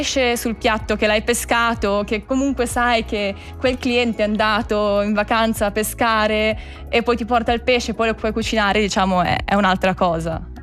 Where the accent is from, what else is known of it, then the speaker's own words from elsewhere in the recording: Graubünden, Switzerland; moved away; alla fine sono cresciuta lì, è lì praticamente casa